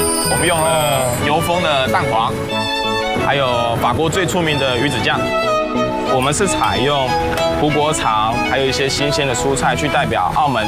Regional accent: Taiwan; 我是台湾。

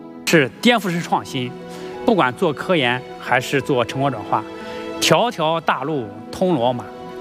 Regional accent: China

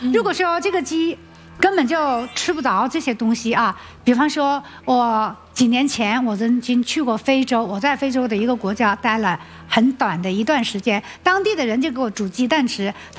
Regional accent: China

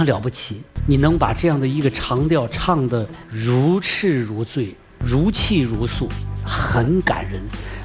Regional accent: Mongol ethnic areas, China; moved away; 我从小也是在蒙古族地区长大的

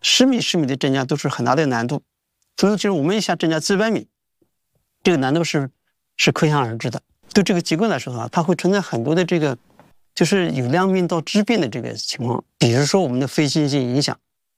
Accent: Taizhou, Zhejiang, China; 我是台州人。我们小的时候要从江北到江南，那就是7度，我们要等几个小时。

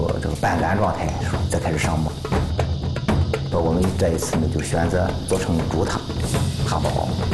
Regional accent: Nanshan, China; 我是土生土长的南山人，从小跟石头为伴，现在在思密塔文管所工作，是一名看破人。

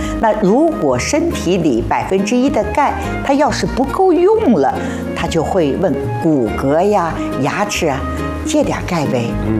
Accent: southern China, China; 我们南方人呢是偏甜口，比方说豆腐脑也可以放点糖吃，豆浆我们也喜欢喝点甜的。

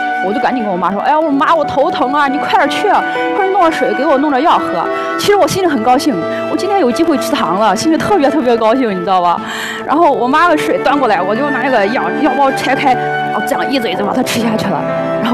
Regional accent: Nanyang, Henan, China; 我来自河南南阳

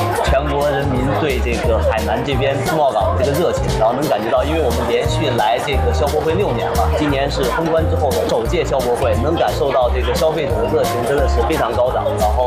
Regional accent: Canada; Chinese is a second language; now in China; ，然后我是从加拿大这个来到中国

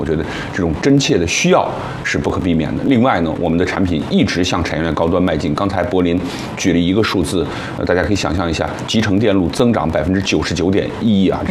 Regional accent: China; 我们中国人的家里都摆得比较满

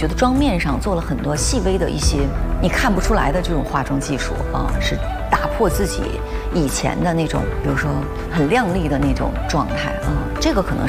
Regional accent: Northeast China, China; 因为我本身是东北人，我觉得我也有很那种大女生的那种就是英姿飒爽的部分。

